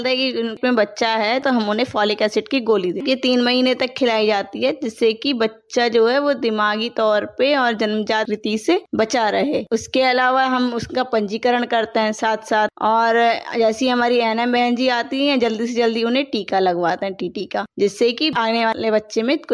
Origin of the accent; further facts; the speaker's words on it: Jaigaon, West Bengal, India; हाँ, हम जयगांव के निवासी हैं।